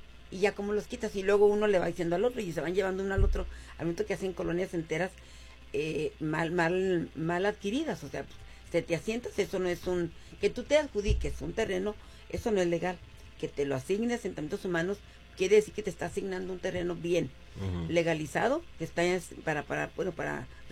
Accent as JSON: {"language": "Spanish", "town": "Torreón", "region": "Coahuila", "country": "Mexico", "moved": "yes", "lives_now": "Ciudad Juárez, Mexico", "said": "yo como migrante, pues yo soy de Torreón, Coahuila, a mucha honra, pero yo llegué aquí en el 80, cuando Juárez era un Juárez muy chiquito."}